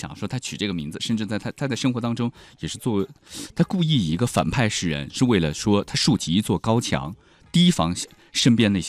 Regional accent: Kunming, Yunnan, China; 用我们昆明话说

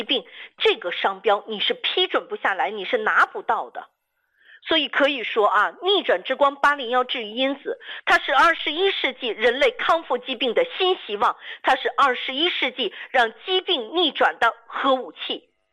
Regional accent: China; 是我是一个中国人，我这个心里边装的是我的祖国

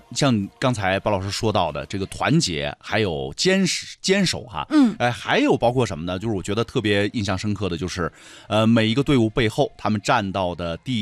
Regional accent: Yunnan, China; 我们云南人的精神

